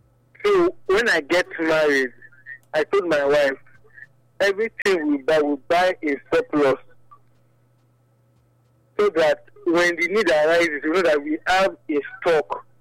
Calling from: Oluku, Edo, Nigeria; I'm calling from Oluku.

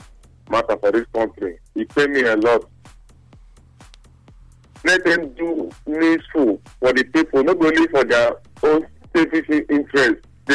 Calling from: Owerri, Imo, Nigeria; I'm calling from Owerri.

